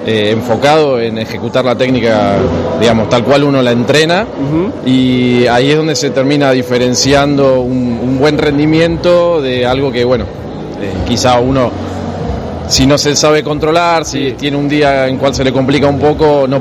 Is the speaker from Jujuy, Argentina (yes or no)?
no; Buenos Aires, Argentina; soy de Buenos Aires.